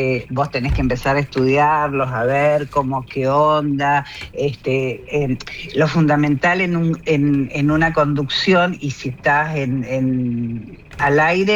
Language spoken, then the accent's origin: Spanish; Curuzú Cuatiá, Corrientes, Argentina; Soy de Curuzú, Guateá.